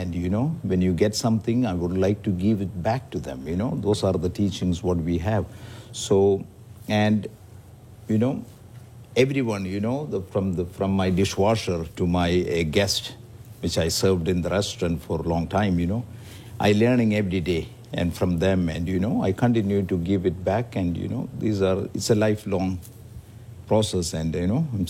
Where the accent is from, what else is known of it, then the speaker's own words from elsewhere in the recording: India; these are the small things which I got it from my family growing up in India.